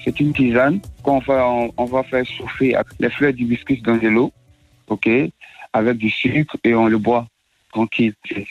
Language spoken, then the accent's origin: French; Côte d’Ivoire; Chez nous, en Côte d'Ivoire